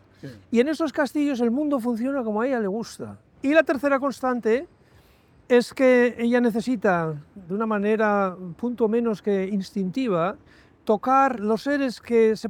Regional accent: Basque Country, Spain; en mi tierra natal y en una época que también fue la mía

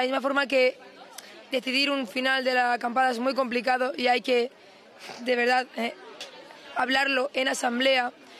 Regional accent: Spain; por lo menos dar nota de que nosotros también somos españoles

